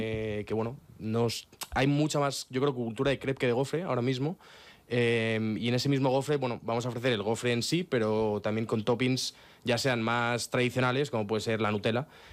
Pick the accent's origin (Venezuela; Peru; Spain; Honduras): Spain; now in Madrid, Spain; como yo soy español y él es libanés